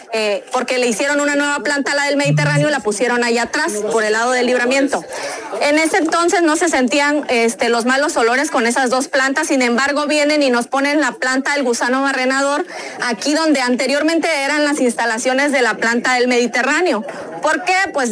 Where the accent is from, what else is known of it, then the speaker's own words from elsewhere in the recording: Metapa de Domínguez, Chiapas, Mexico; soy ciudadana de Metapa, de Domínguez.